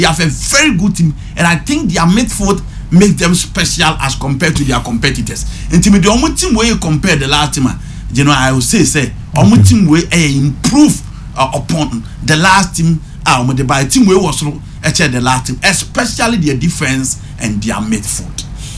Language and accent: English; Argentina; A ho, and I'm from Argentina.